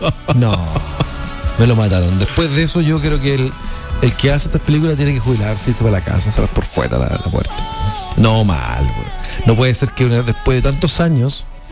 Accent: Chile

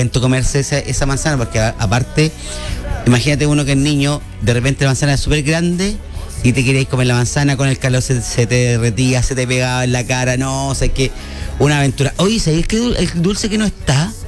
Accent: Chile; Los chilenos somos amantes del manjar.

